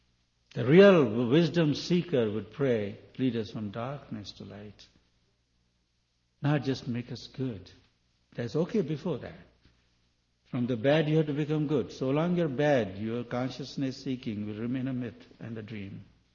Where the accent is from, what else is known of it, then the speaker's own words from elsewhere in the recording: India; I'm from India or Sanskrit knowing person a little bit